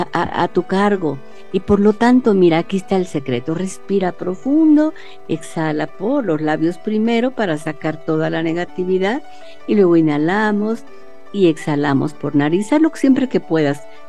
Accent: Mexico

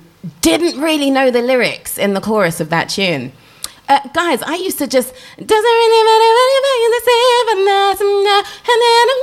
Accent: Sierra Leone; I'm from Sierra Leone, yeah, and we speak Creole. I speak Creole, yeah.

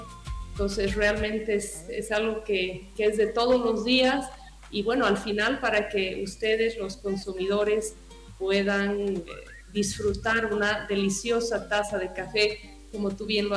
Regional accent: Bolivia; tenemos que ser muy orgullosos como bolivianos.

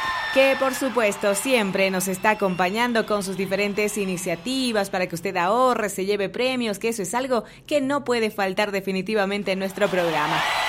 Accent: La Paz, Bolivia

